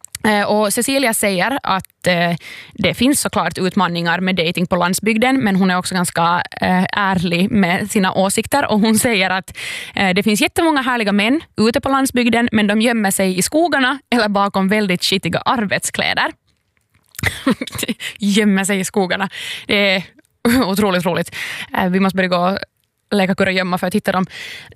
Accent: Ostrobothnia, Finland; vi testar på att bo någon annanstans än hemma i Lilla Vasa

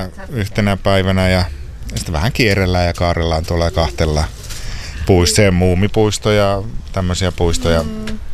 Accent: Kokkola, Central Ostrobothnia, Finland; Kokkolasta tultiin tänään itse asiassa.

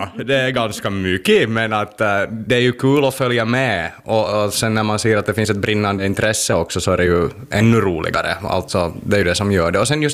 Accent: Kronoby, Central Ostrobothnia, Finland; när jag växte upp i Krumbi

